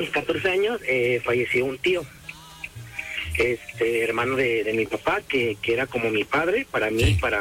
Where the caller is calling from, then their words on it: Tonalá, Jalisco, Mexico; de aquí de Tonalá.